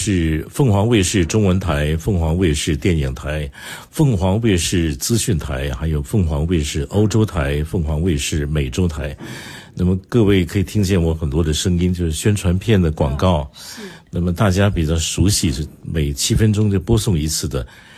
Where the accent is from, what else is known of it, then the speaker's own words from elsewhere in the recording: Singapore; now in Hong Kong; 我从小在新加坡长大